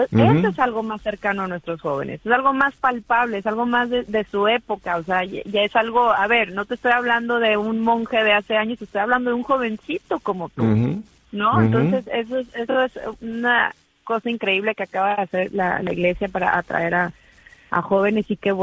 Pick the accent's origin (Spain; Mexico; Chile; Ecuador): Mexico; Tamaulipas; moved away as an adult; now in Los Angeles, United States; yo soy de Tamaulipas, México, y soy la más chica de cuatro hermanos.